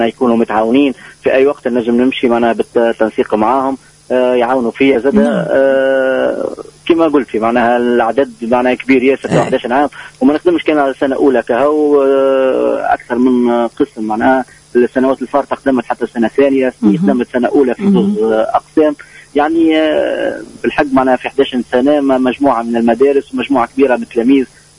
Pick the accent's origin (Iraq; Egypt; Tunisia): Tunisia